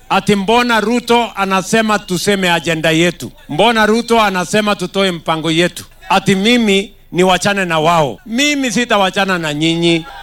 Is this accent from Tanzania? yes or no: no; Kenya; mimi ni Mkenya.